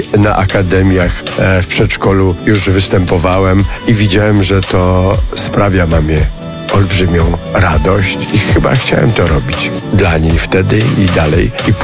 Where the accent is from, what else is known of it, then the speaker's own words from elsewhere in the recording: Waksmund, Lesser Poland, Poland; a pochodzę z mojej miejscowości Waxmund, obok Nowego Targu. Jest to Dolina Podhalańska